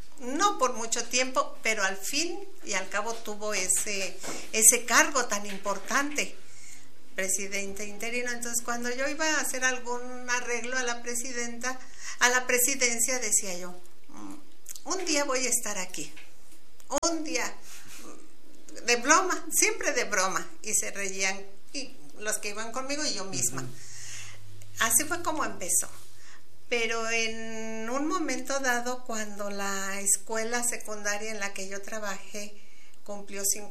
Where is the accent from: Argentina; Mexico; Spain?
Mexico; Querétaro; born there; Nunca me he desprendido más que de ida y vuelta, ida y vuelta. Y ahí, estando en Querétaro, he visto crecer personas, familiares